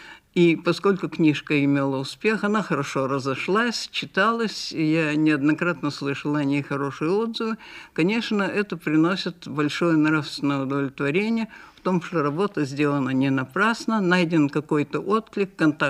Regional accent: Yaroslavl Oblast, Russia; moved away; Я родилась в Ярославской области, в глубинке, где еще была настоящая предреволюционная темнота.

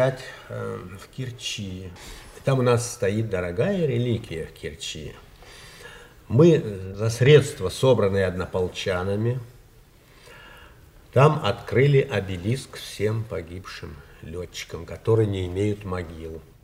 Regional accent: Moscow, Russia; а мы, москвичи, привезли землю, которую с разрешения коменданта Кремля взяли у Кремлевской стены

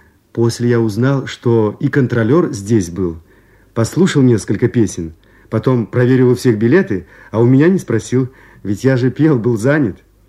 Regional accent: Barnaul, Altai Krai, Russia; now in Moscow, Russia; Я сибиряк, родился на Алтае.

